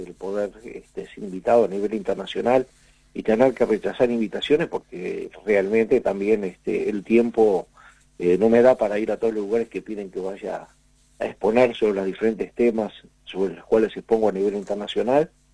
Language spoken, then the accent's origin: Spanish; Uruguay; Confío en mi gente, confío en mi país, como confié en la gente donde yo me crié, me desarrollé como médico